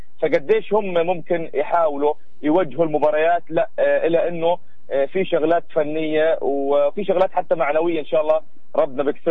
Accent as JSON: {"language": "Arabic", "country": "Palestine", "said": "علينا كفلسطينيين"}